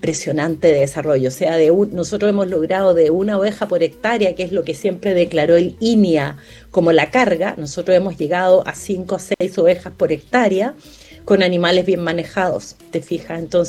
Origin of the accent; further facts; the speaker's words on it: O'Higgins, Chile; No, no, yo soy de O'Higgins.